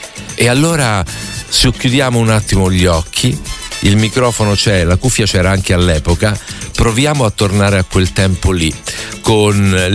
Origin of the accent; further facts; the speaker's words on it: Basilicata, Italy; essendo io lucano, sono stato amico